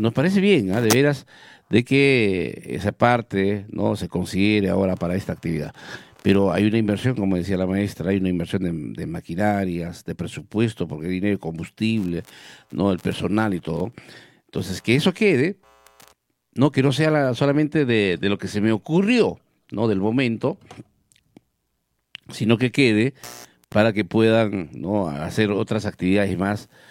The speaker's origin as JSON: {"language": "Spanish", "town": "Villa Rica", "region": "Pasco", "country": "Peru", "tie": "born or raised there", "said": "Por eso es mi pueblo querido, de Villarrica, la tierra del café"}